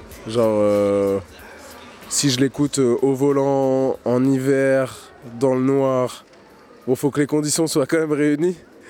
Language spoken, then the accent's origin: French; France; moi, en tant que, je sais pas, que amateur de rap, que jeune noir qui grandit en France.